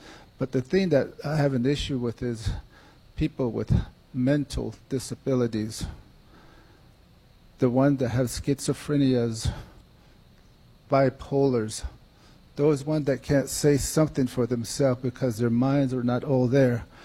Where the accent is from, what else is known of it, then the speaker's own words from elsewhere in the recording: Forest Lake, Arizona, United States; I come from Forest Lake from Black Mesa.